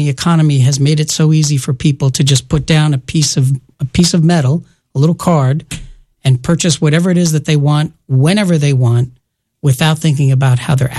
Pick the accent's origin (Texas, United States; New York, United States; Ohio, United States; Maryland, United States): New York, United States; New York City; I grew up in the Bronx, New York.